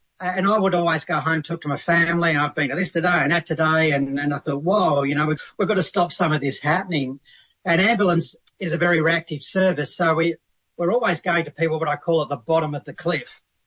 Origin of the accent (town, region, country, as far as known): Australia